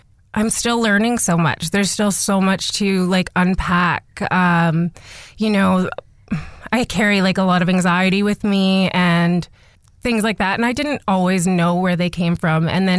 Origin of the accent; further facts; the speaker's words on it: Prince George, British Columbia, Canada; born there; Yes, I am. So I was born in Prince George.